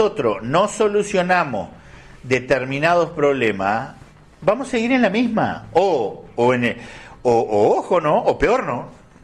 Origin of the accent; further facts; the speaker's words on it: Uruguay; nosotros tenemos que entender los uruguayos